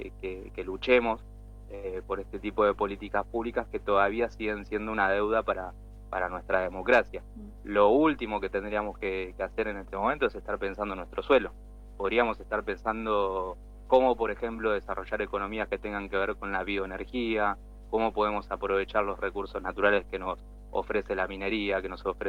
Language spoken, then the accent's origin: Spanish; Mar del Plata, Buenos Aires Province, Argentina; Yo soy de Mar del Plata, por ejemplo, la zona de Chapadmalal, pero también recorro los campos de Balcarce, Mechongué, Miramar